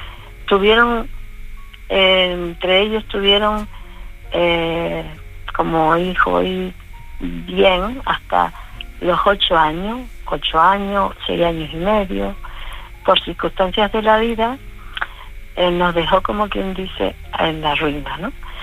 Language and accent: Spanish; Canary Islands, Spain; porque yo soy canaria, ¿eh? De la isla de enfrente.